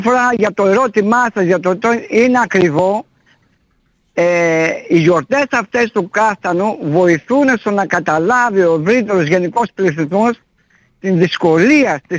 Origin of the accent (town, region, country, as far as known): Skotina, Central Macedonia, Greece